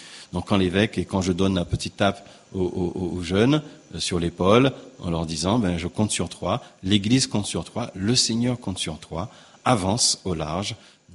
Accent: Guadeloupe; certes, petit pays que nous sommes, petite île que nous sommes de la Guadeloupe, eh bien, nous prions pour la paix

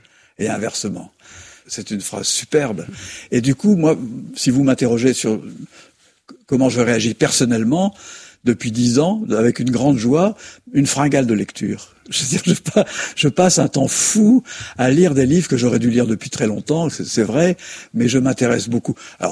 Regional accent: Algeria; born there; Je suis né en 1944 en Algérie d'un père charentais.

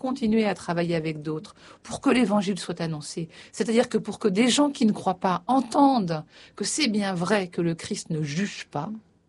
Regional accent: France; je trouve que je suis française au 21e siècle, dominicaine certes

